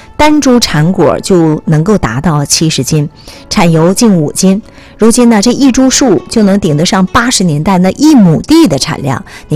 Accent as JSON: {"language": "Chinese", "country": "China", "said": "我们中国人"}